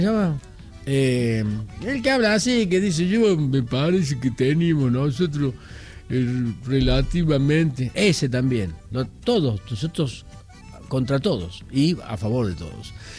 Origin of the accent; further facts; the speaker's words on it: Argentina; nos atraviesa como argentino